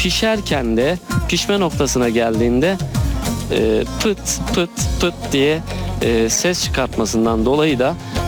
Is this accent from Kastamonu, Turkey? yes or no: no; Ayaş, Ankara, Turkey; Ayaşlıyım, buralıyım.